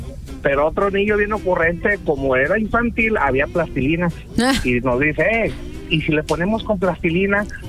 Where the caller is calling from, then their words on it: Mexico; Ahí va mi experiencia como mexicano.